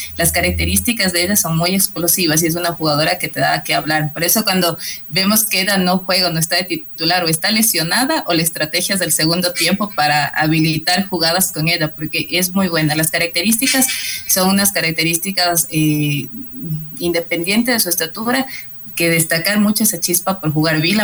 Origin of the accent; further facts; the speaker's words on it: Ecuador; como selección del Ecuador, como jugadoras ecuatorianas